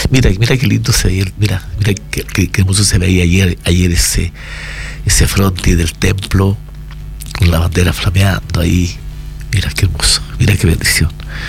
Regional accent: Chile; Tenemos que alegrarnos también como buenos chilenos de vivir en un país libre y soberano, una patria que nos dio nacer

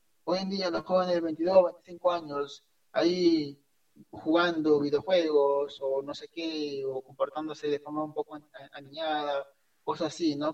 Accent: Peru; por lo menos aquí en mi país, es que yo siento que la gente en el Perú

